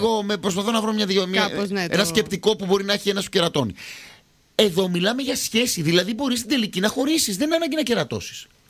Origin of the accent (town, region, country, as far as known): Greece